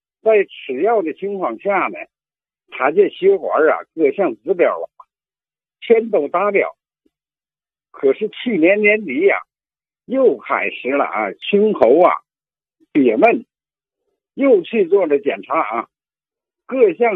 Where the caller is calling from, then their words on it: Tianjin, China; 我呀，是天津红桥的。